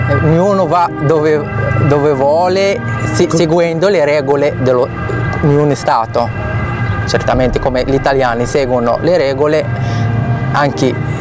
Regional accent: Casablanca, Casablanca-Settat, Morocco; Italian is a second language; moved away as an adult; now in Genoa, Italy; Io sono di Casablanca, fasciata sul mare

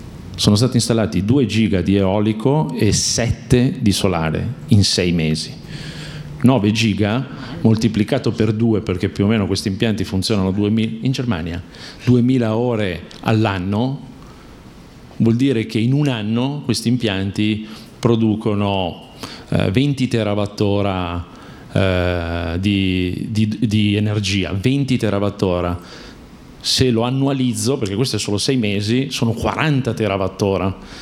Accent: Milan, Lombardy, Italy; sono di Milano.

